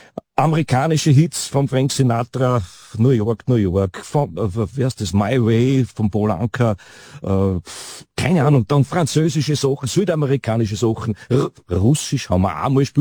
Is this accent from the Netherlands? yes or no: no; Eisenerz, Styria, Austria; Wie gesagt, ich bin in Eisenerz aufgewachsen, 59er Baujahr, 1970, 75, da so ein Bärsch mit 14, 15 Jahren, so habe ich mit Gitarrespielen angefangen.